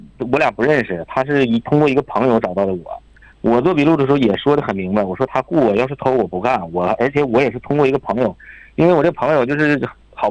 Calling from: Inner Mongolia, China; 内蒙古兴安盟扎莱特旗。

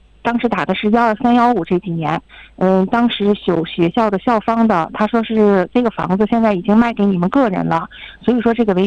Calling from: Baotou, Inner Mongolia, China; 我是包头市的。

